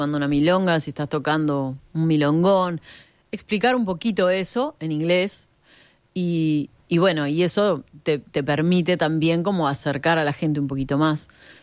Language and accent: Spanish; Uruguay